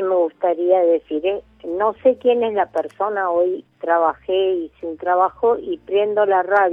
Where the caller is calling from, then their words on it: Florida, Buenos Aires Province, Argentina; de Florida.